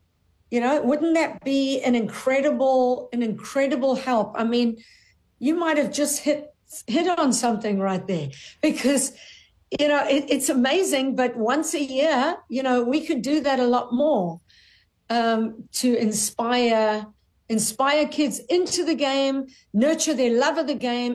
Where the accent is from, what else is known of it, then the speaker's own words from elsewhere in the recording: South Africa; So I'm from South Africa. We have some incredible golf courses in South Africa